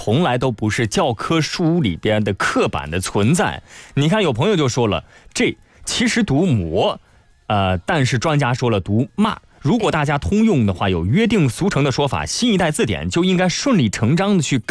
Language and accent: Chinese; northern China, China; 因为很多朋友像我作为北方人